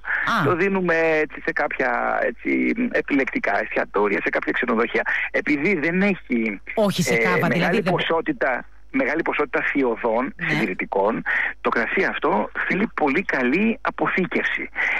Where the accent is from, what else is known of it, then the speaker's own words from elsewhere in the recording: Ionian Islands, Greece; Είμαι στην Κεφαλονιά, είναι η ιδιαίτερη πατρίδα μου. Είχαμε λοιπόν αμπέλια, τα καλλιεργούσαμε και τα τριγούσαμε με παραδοσιακές μεθόδους.